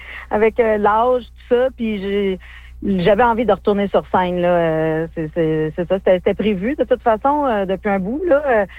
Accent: Rouyn-Noranda, Quebec, Canada; now in Greater Montreal, Canada; ça fait très longtemps que j'ai pas été à Arnfield, par exemple. Ça doit faire quasiment 20 ans que je suis pas retournée dans mon village natal. Quand je vais à Rouyn, je vais à Évin parce que ma famille habite là. Fait que je me rends plus à Arnfield.

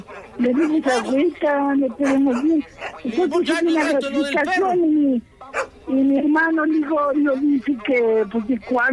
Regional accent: Puebla, Mexico; somos de allá de mi casa, del estado de Puebla. Ajá, somos sí. Personas decentes, no desconfíe de nosotros.

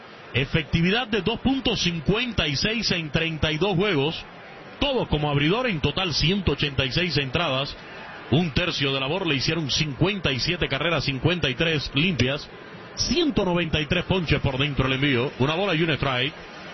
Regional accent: Camagüey, Cuba; now in Mexico; Yo soy de Camagüey, avecindado ya hace muchos años, una década, en tierras mexicanas, gracias también a ese gran país que me abrió las puertas, que me dio libertad.

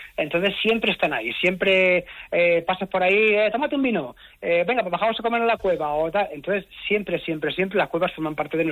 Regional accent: Gárgoles, Castilla-La Mancha, Spain; born or raised there

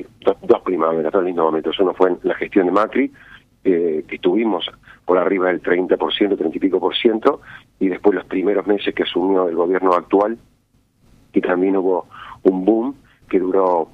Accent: Córdoba, Argentina; yo soy cordobés

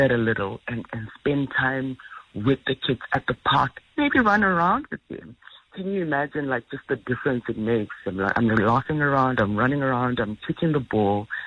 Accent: Mthatha, Eastern Cape, South Africa; where we grew up in Umtata, where as the younger children, you know, I remember every other Sunday they would have, like, church meetings at home.

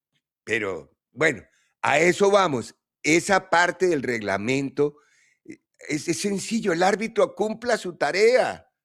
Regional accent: Colombia; Si yo como colombiano digo, no, me robaron, obviamente estoy generando un cisma.

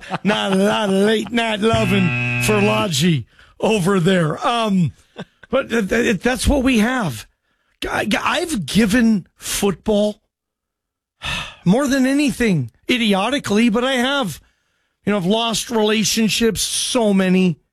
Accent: Seattle, Washington, United States; I'm from Seattle, if you don't listen very often. I'm from that area. I actually grew up, my parents' house where I grew up is, like, I could walk to that facility you see

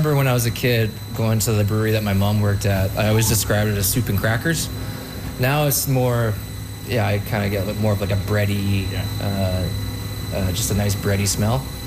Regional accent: Revelstoke, British Columbia, Canada; growing up, I grew up in Revelstoke, BC.

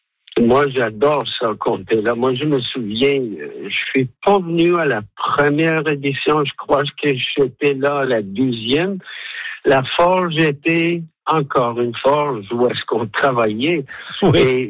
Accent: Munster, Ireland; French is a second language; moi je viens du sud-ouest de l'Irlande, on appelle ça la dernière paroisse avant l'Amérique, c'est l'extrême point à l'ouest de l'Europe, et on a les montagnes derrière nous et la mer devant

